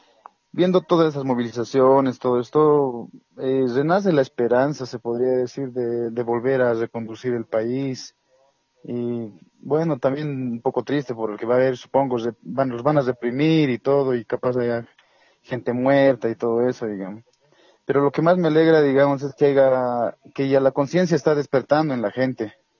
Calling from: Sacaba, Cochabamba, Bolivia; de aquí de Sacaba, Cochabamba.

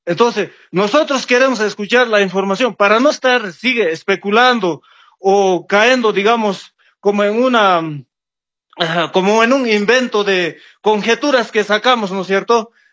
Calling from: Potosí, Bolivia; desde el sudoeste potosino.

